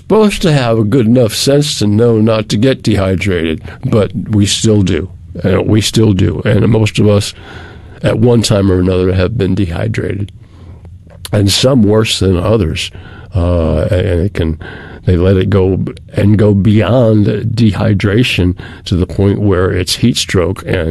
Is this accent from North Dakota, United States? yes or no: no; Massachusetts, United States; moved away; I grew up in Massachusetts, I was accustomed to the cold.